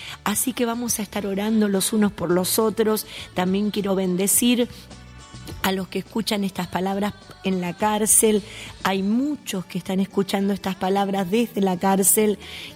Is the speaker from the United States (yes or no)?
no; Argentina; somos bien argentinos.